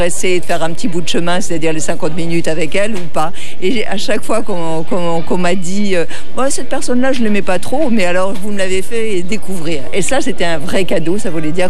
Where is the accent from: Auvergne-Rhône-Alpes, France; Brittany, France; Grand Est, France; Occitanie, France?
Brittany, France